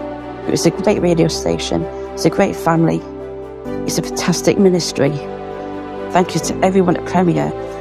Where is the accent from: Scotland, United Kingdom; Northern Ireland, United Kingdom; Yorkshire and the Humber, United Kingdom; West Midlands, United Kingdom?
Yorkshire and the Humber, United Kingdom; from Yorkshire.